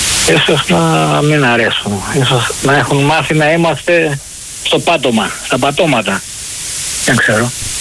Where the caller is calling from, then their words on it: Melissia, Attica, Greece; από τα Μελίσια.